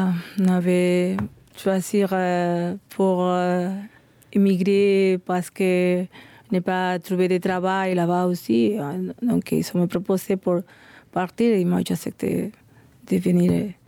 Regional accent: Guayaquil, Guayas, Ecuador; French is a second language; now in Luxembourg City, Luxembourg; C'est presque la ville principale, la Guayaquil.

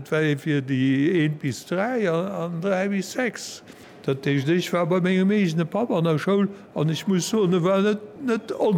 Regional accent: Bertrange, Luxembourg; Bartring. Das war mein erstes Dorf, wo ich geboren bin, als kleiner Bub.

